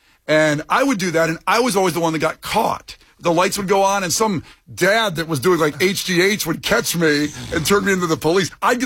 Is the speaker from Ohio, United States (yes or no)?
yes; Ohio, United States; moved away; I grew up in Ohio